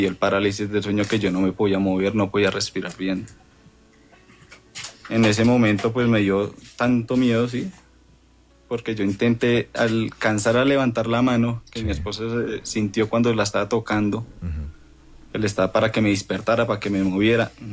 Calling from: Bogotá, Bogotá D.C., Colombia; De Bogotá.

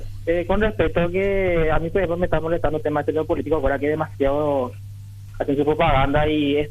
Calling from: Capiatá, Central, Paraguay; Yo, por ejemplo, estoy en Capiatá. Yo soy de Capiatá

